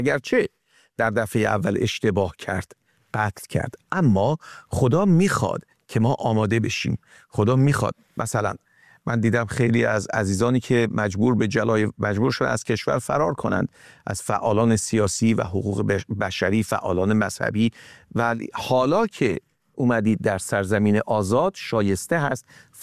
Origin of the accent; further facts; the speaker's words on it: Iran; moved away